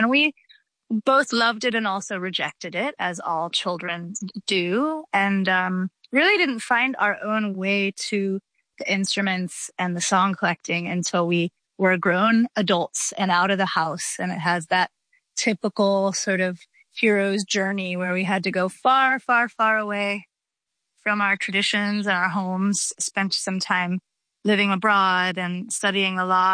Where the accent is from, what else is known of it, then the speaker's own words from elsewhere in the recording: Georgia, United States; We grew up in Georgia, and our family, our godparents, our neighbors, our community are all very deeply connected to the folk music traditions of Georgia